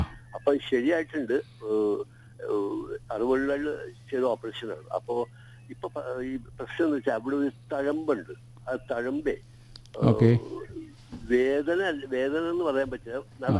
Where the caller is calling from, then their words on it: Kochi, Kerala, India; ഞാൻ കൊച്ചിന്ന് വിളിക്കണം.